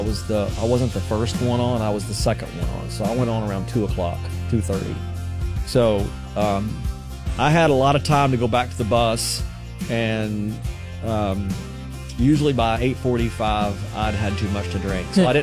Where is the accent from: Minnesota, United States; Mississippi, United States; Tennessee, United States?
Tennessee, United States; we're both from East Tennessee